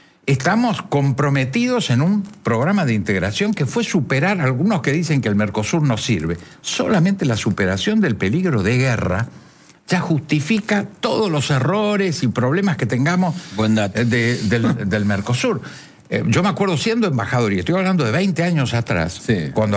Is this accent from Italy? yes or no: no; Argentina